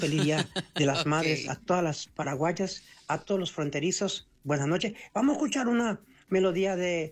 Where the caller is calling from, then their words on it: Ponta Porã, Mato Grosso do Sul, Brazil; Yo soy de aquí de Santo Tomás, detrás o aeropuerto de Ponta Porã, Mato Grosso do Sul.